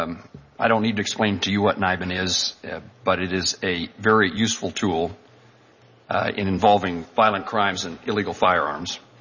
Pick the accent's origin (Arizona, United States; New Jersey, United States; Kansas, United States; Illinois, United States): Kansas, United States; how that tool will be helpful to law enforcement officials in my home state of Kansas.